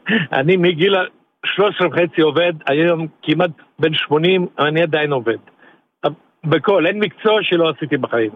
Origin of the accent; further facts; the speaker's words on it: Poland; also born or lived in Russia; now in Israel; מפולניה, כן. מרוסיה דרך פולניה, אבא שלי הפולני, אז הגענו דרך פולניה לארץ.